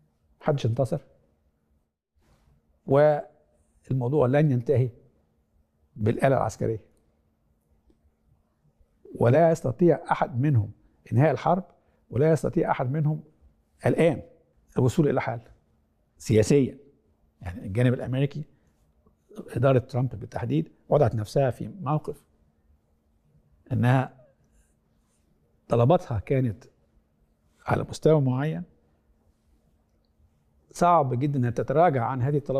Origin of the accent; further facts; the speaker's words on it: Egypt; انا مصري طبعا النخاع